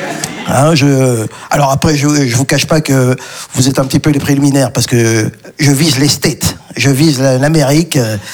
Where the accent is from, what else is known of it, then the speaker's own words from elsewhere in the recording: Belgium; Faire carrière au States, c'est pas évident, hein, surtout quand on est belge et congolais, quoi.